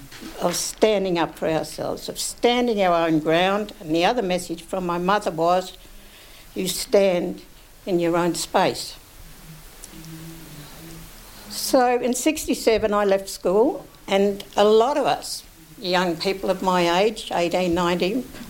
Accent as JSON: {"language": "English", "region": "New South Wales", "country": "Australia", "said": "I'm not an Australian. I'm not an Australian. I've been Bigamore Gomeroi for 100,000 years, sticking a flag in the ground, having a meeting on the other side of the world."}